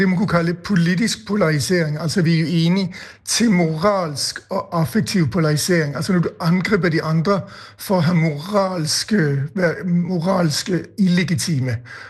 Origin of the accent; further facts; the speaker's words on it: Denmark; Samtidigt, jag kommer ju upprinnelse från Danmark, och där må jag säga att den ton vi har haft, speciellt i invandringsdebatten i Danmark, har varit minst lika hård.